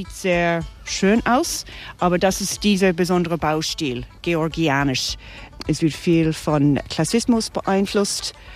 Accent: Dublin, Leinster, Ireland; born there; German is a second language; Ich bin Irin, bin hier in Dublin geboren und ich liebe sehr gerne meine Stadt.

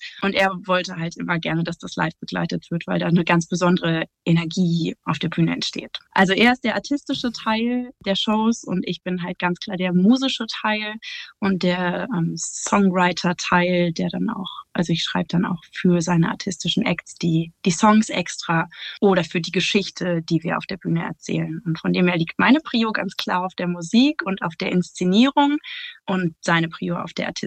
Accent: Berlin, Germany; born there; Ich bin gebürtig aus Berlin, befinde mich aber gerade in Kiel.

